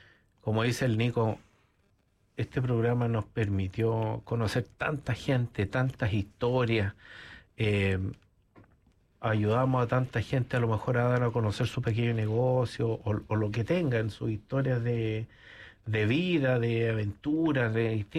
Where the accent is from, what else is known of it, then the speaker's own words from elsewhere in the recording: Chile; now in New Zealand; nosotros somos chilenos